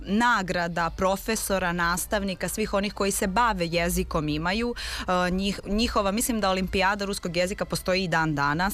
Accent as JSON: {"language": "Serbian", "country": "Serbia", "said": "kad vas sretnu u taksiju i pitaju odakle ste, kažem iz Srbije, oni kažu, a dobro, naša braća, vi nam jedini niste uveli sankcije."}